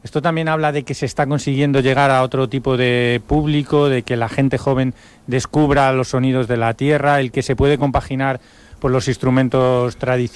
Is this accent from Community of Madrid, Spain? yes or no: yes; Madrid, Community of Madrid, Spain; moved away; Yo no soy de aquí, soy de Madrid